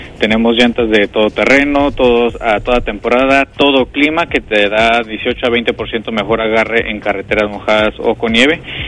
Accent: Jalisco, Mexico; now in Sioux City, United States; Así somos los de Jalisco

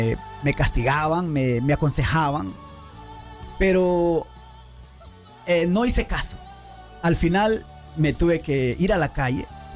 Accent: Honduras; Soy de Honduras, perdón por no identificarme, sí, soy 100% catracho, soy hondureño

